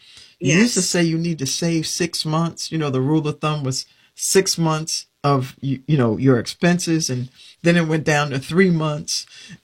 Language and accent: English; New York, United States; now in Mitchellville, Maryland, United States; I'm in Maryland, I'm in Mitchellville, Maryland. And when I say I'm from New York